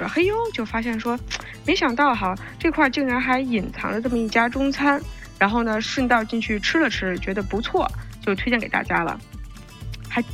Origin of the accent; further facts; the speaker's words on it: North China, China; 然后因为我是北方人嘛，所以听上去还觉得蛮亲切